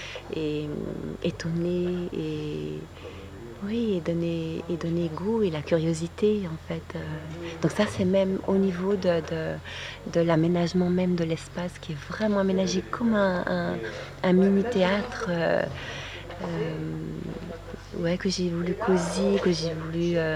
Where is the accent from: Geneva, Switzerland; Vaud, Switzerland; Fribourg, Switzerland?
Geneva, Switzerland; moved away as an adult; now in Paris, France; Ouais, je suis à Genève, j'ai grandi à Genève et j'ai rêvé d'aller vivre à Paris